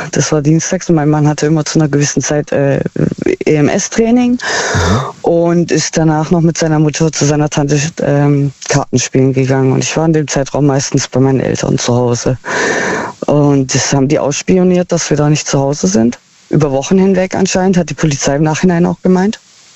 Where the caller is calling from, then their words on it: Heilbronn, Baden-Württemberg, Germany; Aus Heilbronn.